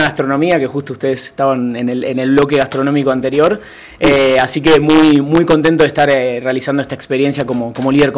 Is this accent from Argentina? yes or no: yes; Buenos Aires, Argentina; Soy argentino de Buenos Aires, tengo 33 años.